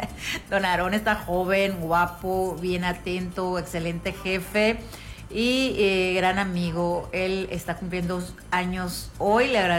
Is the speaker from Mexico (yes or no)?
yes; Mexico; unirnos así como mexicanos